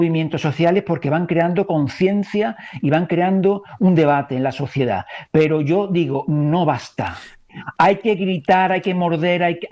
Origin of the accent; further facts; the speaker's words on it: Gerena, Andalusia, Spain; mi pueblo está más limpio que el pueblo de al lado. O sea, Gerena tiene un pueblo a 12 kilómetros y mi pueblo está más limpio